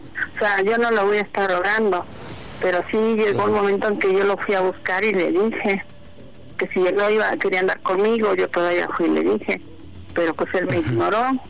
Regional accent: State of Mexico, Mexico; Tengo 59 y soy del estado, de aquí, de México.

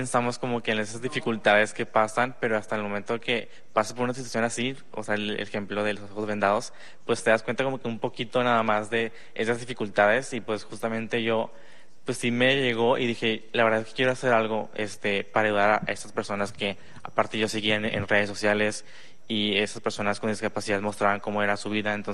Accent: Santiago, Mexico; de donde yo soy, vengo de Santiago

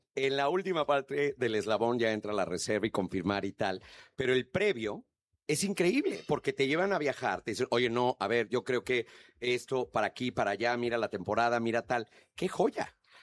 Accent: Mexico; nosotros como mexicanos

